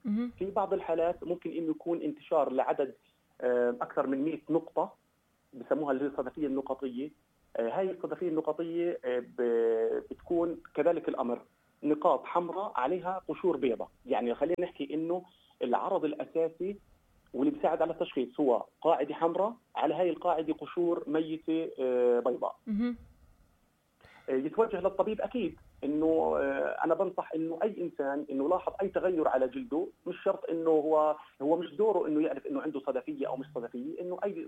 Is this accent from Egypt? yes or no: no; Palestine; طبعا احنا عندنا بفلسطين، انا اللي لاحظته يعني من خلال مجالي وخبرتي بالعمل، اللي هو العامل النفسي والاوضاع الصعبه والمعيشيه السيئه جدا والاحتلال اللي بيعيشه شعبنا